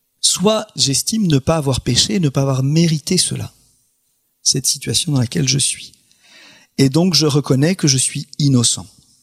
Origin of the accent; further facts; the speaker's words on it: France; on est français en plus d'être chrétien